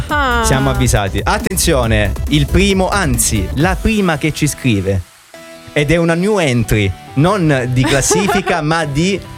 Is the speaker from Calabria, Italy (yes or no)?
yes; Calabria, Italy; c'è anche il mio paese in Calabria, molto molto più sotto, se vai molto più giù col Mar Ionio.